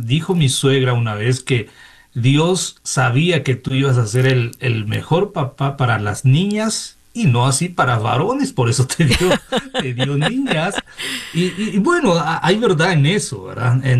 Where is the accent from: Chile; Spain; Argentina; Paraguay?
Paraguay; moved away as an adult; now in Manitoba, Canada; originalmente somos de Paraguay, pero va a ser 10 años que estamos viviendo aquí en Canadá, especialmente en la provincia de Manitoba. Vengo de una familia de muchos hermanos, somos 8 hermanos.